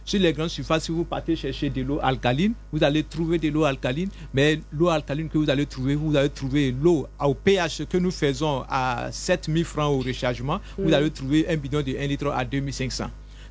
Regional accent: Côte d’Ivoire

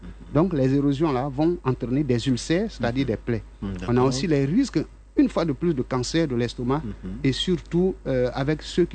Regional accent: Côte d’Ivoire; Voilà, je suis du Grand Nord.

